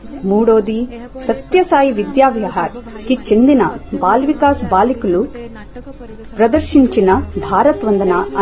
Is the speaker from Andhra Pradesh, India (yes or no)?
no; Bhubaneswar, Odisha, India; నేను ఒడిశా భువనేశ్వర్ నుండి వచ్చాను.